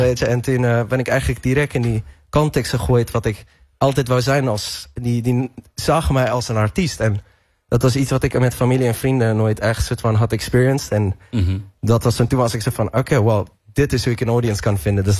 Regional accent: South Africa; moved away; Ik ben opgegroeid in Zuid-Afrika.

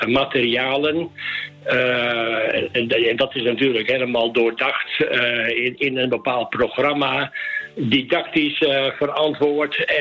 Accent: Netherlands; Daar werd voor ons als Nederlanders een lied gezongen.

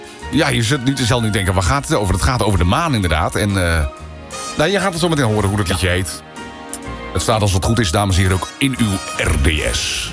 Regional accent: Friesland, Netherlands; Die woonden in Den Haag. Wij komen helemaal uit Friesland. Dus ja, dan blijf je logeren.

